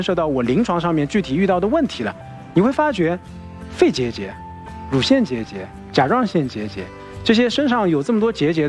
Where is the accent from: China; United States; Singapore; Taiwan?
China; 我们中国人的角度